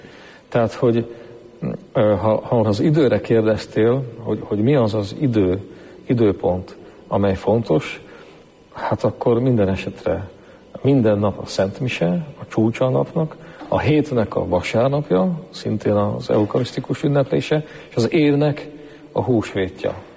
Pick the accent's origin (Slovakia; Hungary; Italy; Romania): Slovakia; Babindol, Nitra Region; én egy kis településről származom. Zoborvidékről, Bábindal, 700 lakosú a település